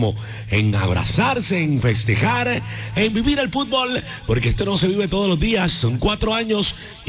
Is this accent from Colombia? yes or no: yes; Colombia